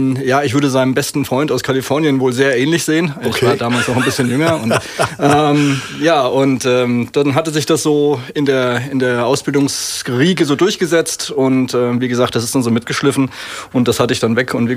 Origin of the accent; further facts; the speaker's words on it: Ingelheim, Rhineland-Palatinate, Germany; Ich bin gebürtiger Ingelheimer.